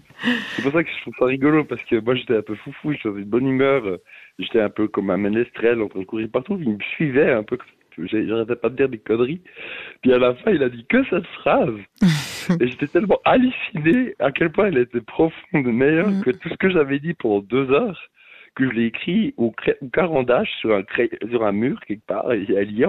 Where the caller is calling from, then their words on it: Neuchâtel, Switzerland; En dessous de la gare, à Neuchâtel.